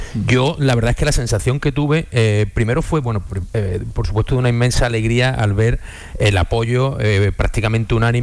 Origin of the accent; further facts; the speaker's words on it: Andalusia, Spain; como andaluces también creo que tuvimos un protagonismo especial, porque estaba el presidente de la Junta de Andalucía, ¿no?